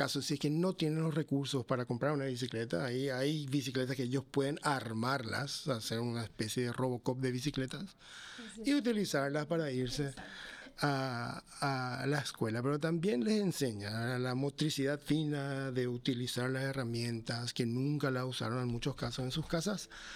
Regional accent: Paraguay; moved away; also born or lived in United States

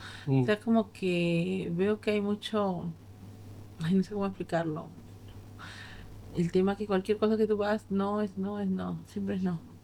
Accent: Peru; also born or lived in Spain; now in Beaucaire, France; Soy de Perú, pues tengo el negocio hace 8 años casi ya.

